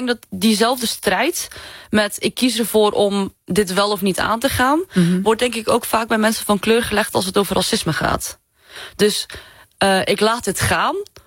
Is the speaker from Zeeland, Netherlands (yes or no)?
yes; Zeeland, Netherlands; accent: Zeeuws; first language Zeeuws (Zeelandic); Dutch is a second language; moved away; Dit is mijn eerste taal. Het is plat Zeeuws.